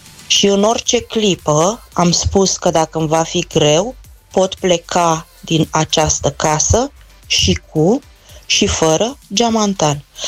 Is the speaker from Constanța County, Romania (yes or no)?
yes; Constanța, Constanța County, Romania; Dimineața, dragilor, sunt din Constanța. După o copilărie foarte grea, m-am căsătorit la 18 ani